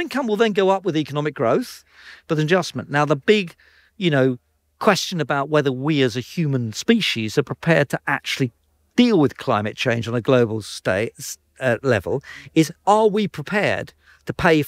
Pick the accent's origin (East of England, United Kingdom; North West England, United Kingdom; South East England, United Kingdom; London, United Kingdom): East of England, United Kingdom; Essex; I came from Essex